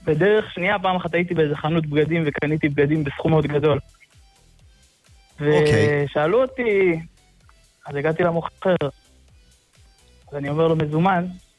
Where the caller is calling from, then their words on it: Bnei Brak, Tel Aviv District, Israel; אני מבני ברק.